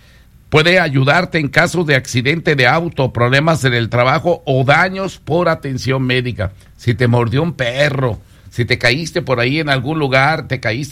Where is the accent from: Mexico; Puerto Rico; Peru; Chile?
Mexico; Ciudad Guzmán, Jalisco; moved away; en mi pueblo, allá en Ciudad Guzmán, Jalisco